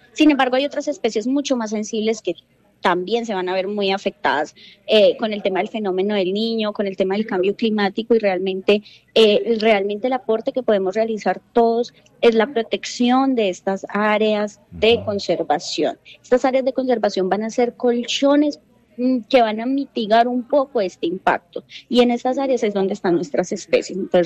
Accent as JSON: {"language": "Spanish", "region": "Huila", "country": "Colombia", "said": "nos debe hacer sentir muy orgullosos como huilenses y como colombianos"}